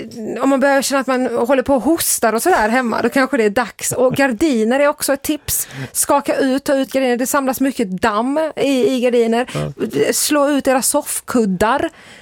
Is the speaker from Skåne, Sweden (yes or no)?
yes; Malmö, Skåne, Sweden; Och jag tror att jag kan göra det i min hemstad Malmö. Och återigen, inte en väldigt liten stad heller.